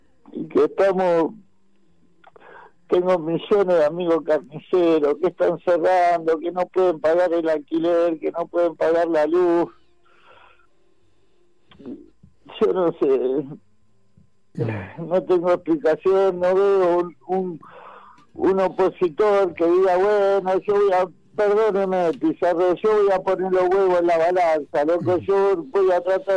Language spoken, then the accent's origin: Spanish; La Matanza, Buenos Aires Province, Argentina; De La Matanza. De La Matanza, estoy entre Isidro Casanova y La Ferrer.